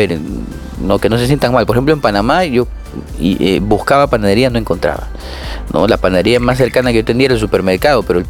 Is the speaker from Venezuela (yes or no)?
no; Peru; cuando estuve en Costa Rica, como peruano estoy acostumbrado a comprar a altas horas de la noche.